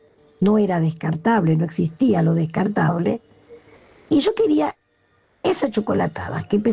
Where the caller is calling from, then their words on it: Buenos Aires, Argentina; de Colegiales.